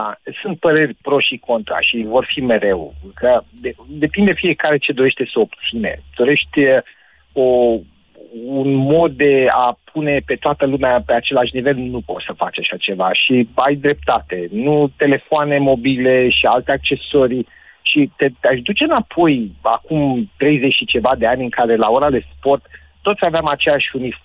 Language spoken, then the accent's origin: Romanian; Romania